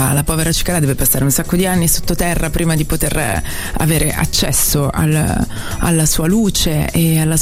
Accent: Lombardy, Italy; poi siamo lombardi

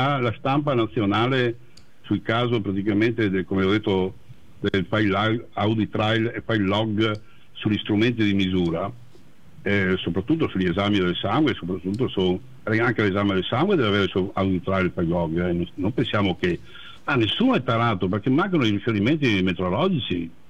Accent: Veneto, Italy; siamo veneti

